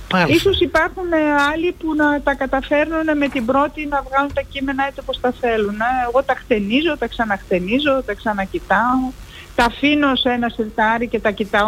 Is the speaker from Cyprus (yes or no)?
no; Germany; moved away as an adult; also born or lived in Denmark / South Africa / London; now in Thessaloniki, Greece; Παρόλο που γεννήθηκα και μεγάλωσα στη Γερμανία και έζησα και πολλά χρόνια εκεί και πήγα εκεί στο σχολείο